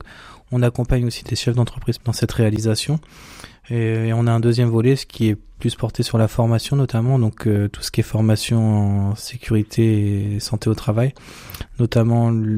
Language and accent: French; Argentan, Normandy, France; Donc moi je suis issu donc d'Argentan, je suis un pur produit du terroir.